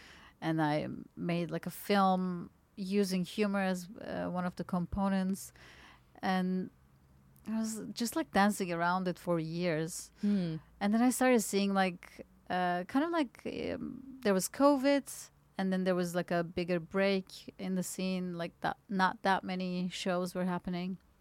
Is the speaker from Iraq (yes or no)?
no; Istanbul, Turkey; English is a second language; moved away as an adult; now in Berlin, Germany; like I come from Turkey, and I did not do comedy back when I lived in Istanbul. I moved here for my studies, and my first ever open mic experience, like as an audience member, was in 2015 in Berlin.